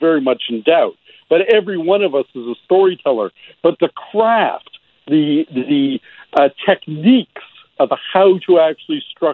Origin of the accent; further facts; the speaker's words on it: Canada; I'm the Canadian judge.